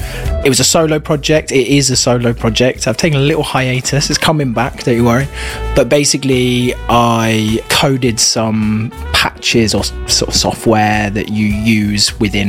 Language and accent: English; New Forest, South East England, United Kingdom; moved away as an adult; now in London, United Kingdom; But I grew up in the New Forest. It's not a jazz scene in the New Forest. So I never had a jazz lesson. Yeah, I moved to London when I was 19.